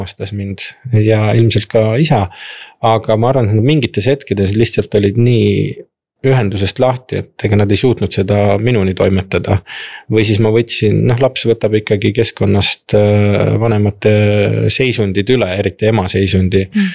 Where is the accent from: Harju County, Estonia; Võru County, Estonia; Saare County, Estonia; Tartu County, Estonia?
Tartu County, Estonia; Tartu; me oleme Tartust pärit